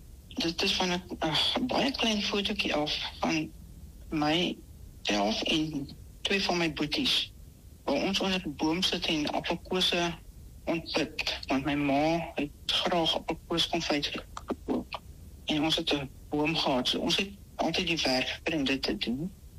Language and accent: Afrikaans; Heidelberg, Gauteng, South Africa; moved away as an adult; also born or lived in Stellenbosch / Potchefstroom; now in Cape Town, South Africa; ek het op Heidelberg in Transvaal groot geword en daar was nie sulke geleenthede gewees.